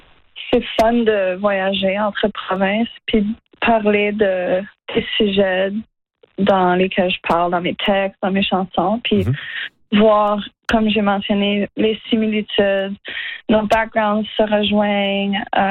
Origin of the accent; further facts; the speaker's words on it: Regina, Saskatchewan, Canada; j'ai grandi à Regina